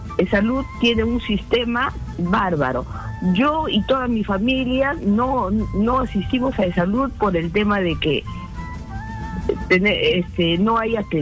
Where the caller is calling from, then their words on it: Chimbote, Ancash, Peru; Soy de Chimbote.